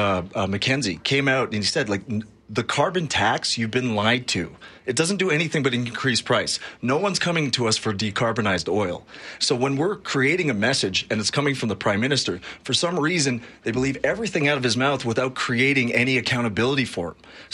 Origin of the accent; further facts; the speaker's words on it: Quebec, Canada; moved away; I grew up in Quebec. I lived through a referendum in 1995.